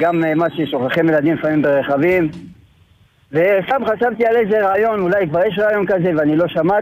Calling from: Rehovot, Central District, Israel; אני לא בקייקים, אני נמצא ברחובות.

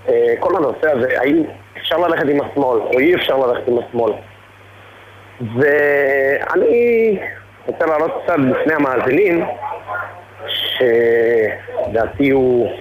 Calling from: Haifa, Haifa District, Israel

